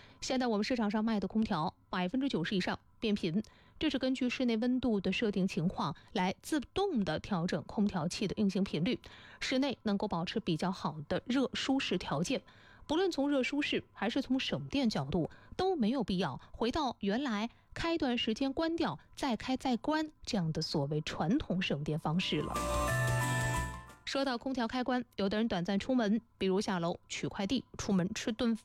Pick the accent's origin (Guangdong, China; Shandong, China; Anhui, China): Anhui, China; Hefei; 我们合肥人